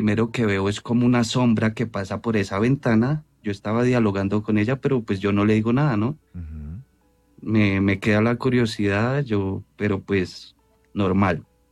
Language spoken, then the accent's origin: Spanish; Barbosa, Santander, Colombia; en un guamo que llamamos en Santander, yo soy santandereano de Barbosa